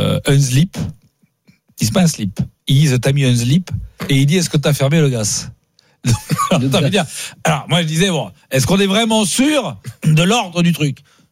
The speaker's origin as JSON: {"language": "French", "town": "Paris", "region": "Île-de-France", "country": "France", "said": "dans un village dans le sud-ouest et moi je venais de Paris."}